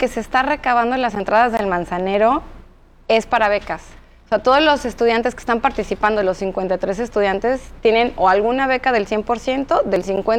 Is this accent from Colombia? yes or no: no; Guadalajara, Jalisco, Mexico; now in Yucatán, Mexico; yo soy de Guadalajara